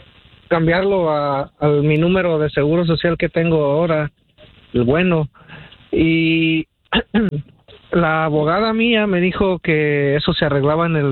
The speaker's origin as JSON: {"language": "Spanish", "town": "León", "region": "Guanajuato", "country": "Mexico", "said": "De Mero León. No, de ahí soy."}